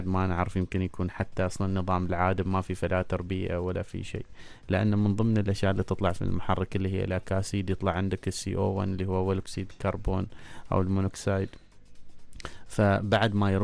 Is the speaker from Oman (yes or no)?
yes; Oman; نحن عندنا في عمان هنا